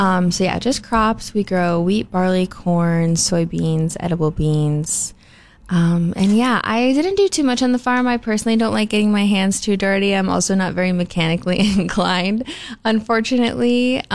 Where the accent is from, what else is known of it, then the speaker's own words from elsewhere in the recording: Hope, North Dakota, United States; I'm from Hope, North Dakota.